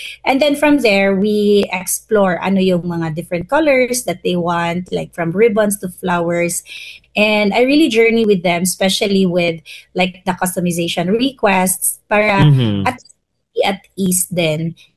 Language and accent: Tagalog; Central Visayas, Philippines; I know naman every Filipino is creative, but different kasi yung Cebuano.